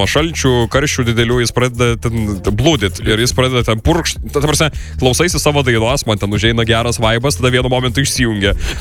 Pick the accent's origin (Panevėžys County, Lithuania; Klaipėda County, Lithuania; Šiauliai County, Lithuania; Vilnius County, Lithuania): Vilnius County, Lithuania; Vilnius; aš Vilnietis